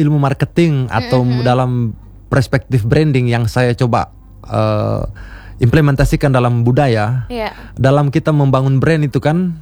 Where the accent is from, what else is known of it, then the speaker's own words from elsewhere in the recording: Southeast Sulawesi, Indonesia; kita sebagai orang Sultra dengan Tolakinya kita, Munanya kita, Butonnya kita, dan juga Moronene.